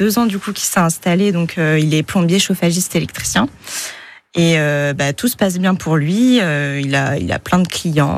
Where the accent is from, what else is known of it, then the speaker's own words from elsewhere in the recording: Le Mans, Pays de la Loire, France; Moi, j'ai grandi au Mans